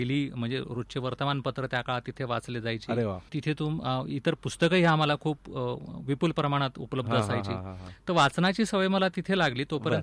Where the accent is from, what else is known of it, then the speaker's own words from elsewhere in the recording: Jalgaon district, Maharashtra, India; also born or lived in Amalner / Tandulwadi / Bhusawal; माझा मूळ जिल्हा तसा जळगाव. 5वी पर्यंत मी गावाकडे शिकलो, जिल्हा परिषदेची शाळा होती.